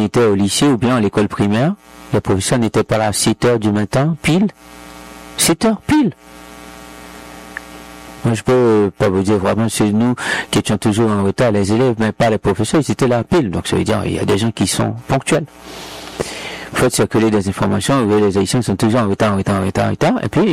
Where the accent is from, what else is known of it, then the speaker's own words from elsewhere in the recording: Haiti; suis bien haïtien, même si j'étais dans les Marines. Même si j'ai travaillé pour les États-Unis, mais je suis haïtien.